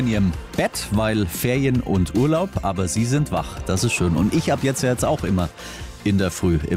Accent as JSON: {"language": "German", "town": "Augsburg", "region": "Bavaria", "country": "Germany", "tie": "born there", "said": "Die rahme ich mir ein, diese Tabelle, als gebürtiger Augsburger, ja, das sage ich euch."}